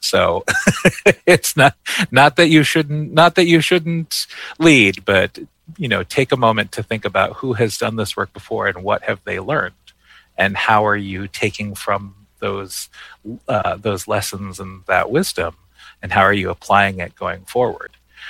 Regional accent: Rosebud, South Dakota, United States; now in Minneapolis, United States; I'm originally from the Upper Cupmeet community out in Rosebud, the Rosebud Reservation out in South Dakota. I've been living here on my Dakota cousin's land for 13 years here in Minneapolis

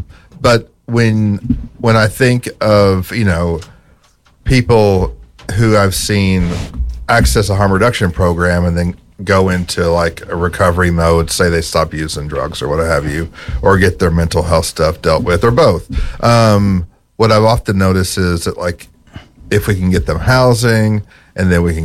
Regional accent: Appalachia, United States; moved away; I grew up in Appalachia, I mean, it was somewhat suburban, but it was still, and you know, it was, you could kind of go and walk around and be in the middle of nowhere

